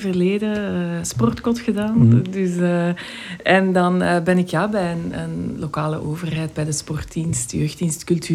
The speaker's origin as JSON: {"language": "Dutch", "town": "Zaventem", "region": "Flanders", "country": "Belgium", "tie": "born or raised there", "said": "mijn ouders zijn afkomstig van het Leuvense, maar wel heel mijn leven in Zaventem."}